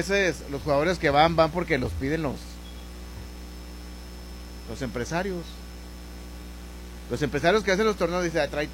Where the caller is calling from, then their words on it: Mexico; uno no deja de ser este mexicano